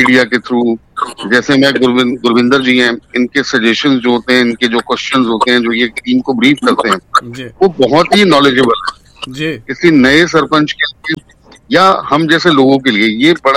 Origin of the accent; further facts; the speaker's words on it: Gurugram, Haryana, India; born there; also born or lived in Yamunanagar district, Haryana; मैं यमुनानगर डिस्ट्रिक्ट के एक गांव का रहने वाला हूँ, मतलब हम लोग शुरू से गुड़गांव में रहे हैं